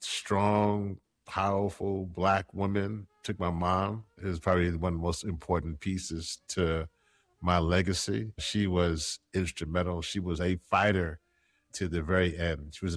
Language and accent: English; Louisiana, United States; accent: Louisiana drawl; now in Washington, D.C., United States; I am from Louisiana. So people may hear a little bit of a Louisiana draw, a little bit, not too much.